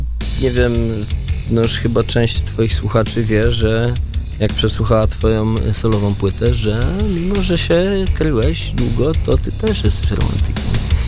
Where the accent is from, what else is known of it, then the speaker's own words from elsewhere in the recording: Bełchatów, Łódź Voivodeship, Poland; also born or lived in Piotrków Trybunalski; ja się wychowałem w Bełchatowie.